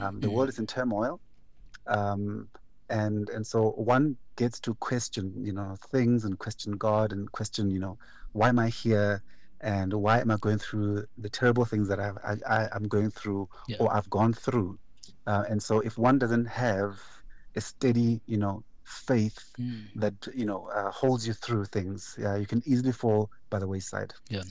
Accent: South Africa; first language Venda; English is a second language; in my mother language, mother tongue, Chivenda

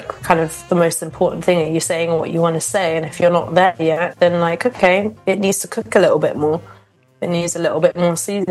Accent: London, United Kingdom; I grew up in Camden Town, which was quite an eclectic place.

